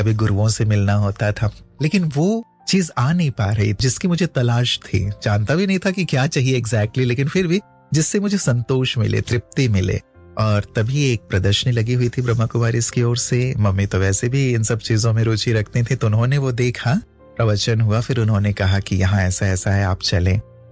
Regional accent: Ambikapur, Chhattisgarh, India; also born or lived in Bilaspur, Chhattisgarh; तो बिलासपुर में रहना हुआ, उसके बाद पिताजी का ट्रांसफर हो गया तो हम अंबिकापुर चले गए, वो भी छत्तीसगढ़ में ही है। तो वहीं मेरी स्कूलिंग आदि सभी अंबिकापुर में ही हुई।

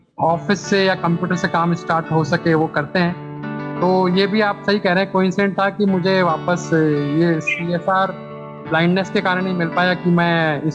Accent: Jaipur, Rajasthan, India; मैं जयपुर से हूँ।

